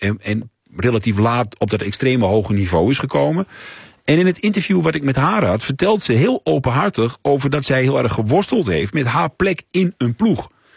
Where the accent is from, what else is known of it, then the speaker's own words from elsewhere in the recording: Overijssel, Netherlands; Ik kom uit Twente. Hè? Ja, we zeggen niet zo heel snel van. Oh, geweldig, fantastisch.